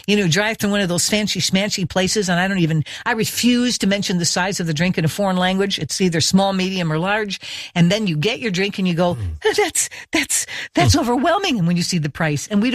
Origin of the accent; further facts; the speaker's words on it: Evanston, Illinois, United States; born there; I was born in Evanston